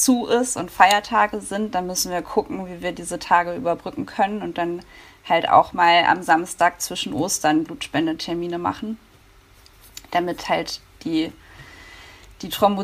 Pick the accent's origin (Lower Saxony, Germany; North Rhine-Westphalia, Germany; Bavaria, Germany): Lower Saxony, Germany; Hanover; Nee, ich komme eigentlich aus Hannover.